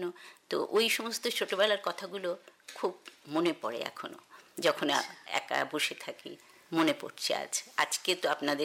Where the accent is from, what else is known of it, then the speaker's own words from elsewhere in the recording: Kolkata, West Bengal, India; now in Chaibasa, India; ছোটবেলায় যখন রেডিও শুনতাম তখন যেহেতু আমি কলকাতায় বড় হয়েছি, ওই কলকাতা কেন্দ্রের শিশু মহল, গল্প দাদুর আসর